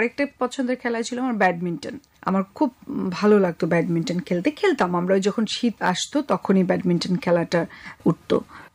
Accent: Ashulia, Dhaka Division, Bangladesh; আমার যে ভালো লাগার মুহূর্ত যদি বলেন, সেটা হচ্ছে আমার আশুলিয়াতে আমার ছোটবেলাটা। তখন পুরুদমে একটা গ্রাম ছিল, আমাদের বিশাল পুকুর, একটা জমিদার বাড়ি, ওটা আমরা কিনে নিয়েছিলাম, আমার আব্বু চাচারা কিনেছে।

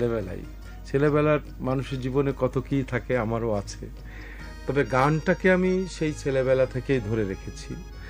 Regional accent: Philipnagar, Daulatpur, Kushtia District, Khulna Division, Bangladesh; কুষ্টিয়া জেলা, দৌলতপুর থানা, ফিলিপনগর, ইসলামপুর।

